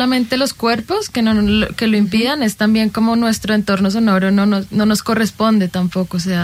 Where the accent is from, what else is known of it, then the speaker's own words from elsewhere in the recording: Bogotá, Colombia; obedezco más a lo que he escuchado acá como bogotana